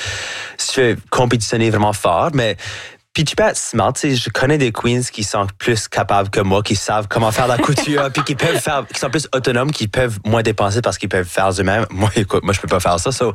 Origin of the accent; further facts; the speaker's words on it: Acadia, Canada; Aussitôt que je dis que je suis French Canadian, automatiquement, on peut assumer que je suis québécois parce que les gens ne savent pas c'est quoi l'Acadie.